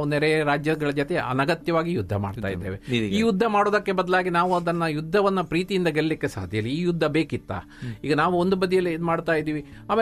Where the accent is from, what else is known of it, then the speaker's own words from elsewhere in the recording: Padre, Kerala, India; ನನ್ನ ಗ್ರಾಮ ಪಡ್ರೆ